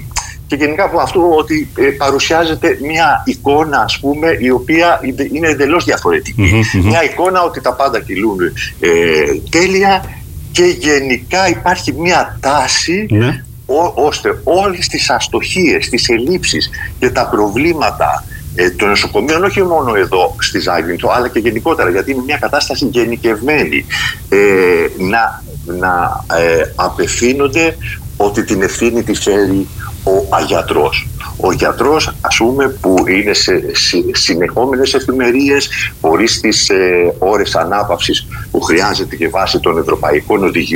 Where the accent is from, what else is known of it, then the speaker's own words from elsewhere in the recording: Zakynthos, Ionian Islands, Greece; moved away as an adult; εδώ πέρα μεγάλωσα, εδώ είναι η ζωή μου, το αγαπάω το νησί μου